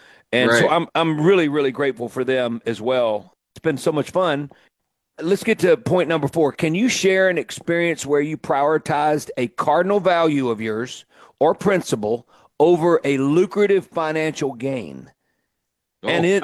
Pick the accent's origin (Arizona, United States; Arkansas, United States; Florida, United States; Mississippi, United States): Mississippi, United States; On my soil, on my dime, on Mississippi soil, you know, in my hometown.